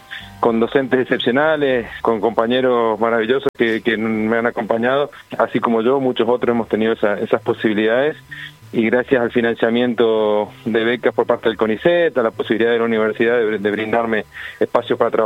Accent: Argentina; como argentino, es un orgullo tener la Feria del Libro.

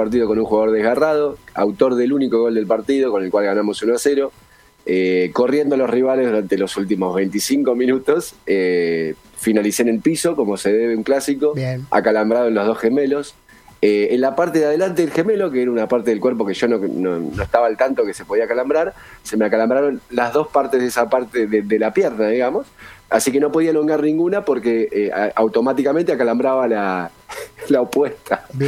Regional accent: Buenos Aires, Argentina; now in Capilla del Monte, Argentina; El pueblo que me acogió cuando yo me fui de Buenos Aires fue San Esteban.

